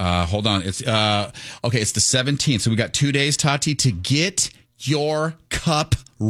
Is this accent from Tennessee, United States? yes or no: no; Escondido, California, United States; I grew up in Escondido right there on the corner of Mission and Midway.